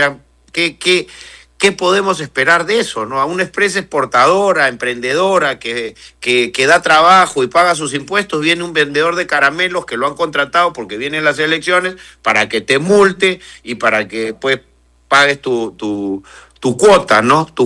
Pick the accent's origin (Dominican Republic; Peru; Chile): Peru; Centrémonos más bien en cambiar nosotros como peruanos